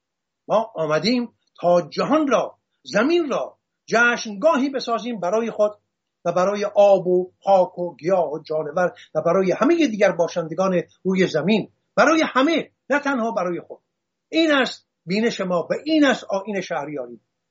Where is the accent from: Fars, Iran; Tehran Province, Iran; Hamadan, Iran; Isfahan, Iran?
Hamadan, Iran; born there; در سنگ نبشتهی که در گنجنامه همدان زادگاه ما، زادگاه من برای ما به یادگار گذاشت